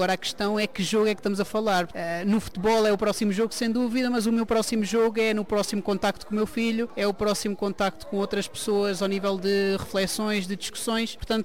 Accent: Portugal; moved away as an adult; also born or lived in Poland / Norway / Sweden

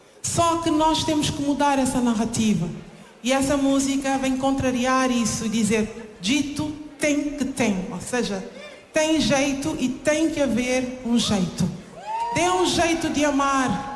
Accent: Guinea-Bissau; Venho da Guiné-Bissau, da terra de Bruno Candé, da terra dos

